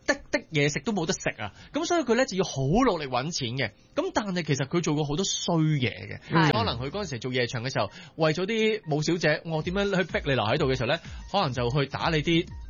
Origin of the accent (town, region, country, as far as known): Hong Kong